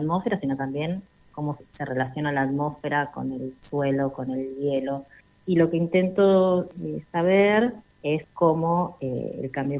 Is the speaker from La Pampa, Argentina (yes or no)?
yes; La Pampa, Argentina; also born or lived in Río Gallegos; Yo nací en Río Gallegos, soy viví en Patagónica, después viví muchos años en el campo de mi abuelo en La Pampa